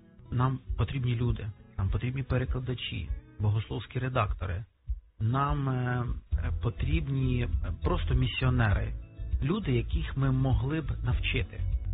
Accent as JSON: {"language": "Ukrainian", "town": "Bila Tserkva", "region": "Kyiv Oblast", "country": "Ukraine", "said": "Я з Білої церкви."}